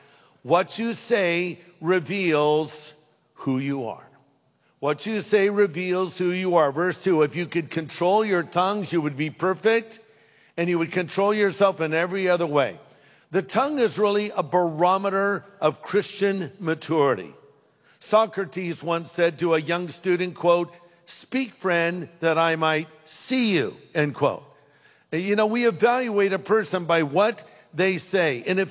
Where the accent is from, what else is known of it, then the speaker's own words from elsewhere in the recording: California, United States; Well, listen, I'm from California, okay?